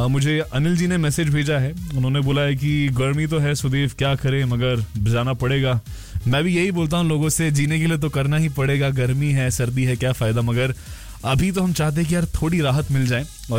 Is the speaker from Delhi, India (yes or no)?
yes; Delhi, India; तो गर्मी से ऐसे डरते नहीं है, और हम तो दिल्ली में पले बड़े हैं भाई, वहाँ पे तो गर्मी तो छोटी बात है हमारे लिए।